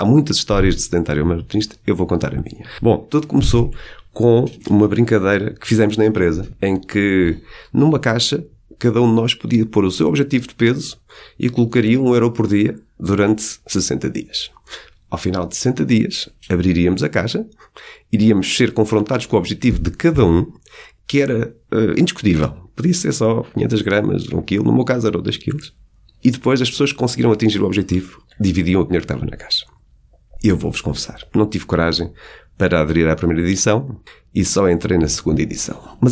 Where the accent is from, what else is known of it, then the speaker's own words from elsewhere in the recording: Nazaré, Centro, Portugal; a meia maratona de Nazaré, minha terra natal.